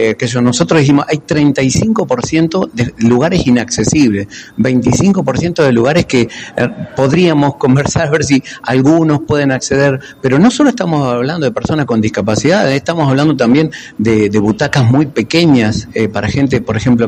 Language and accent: Spanish; Santa Fe, Argentina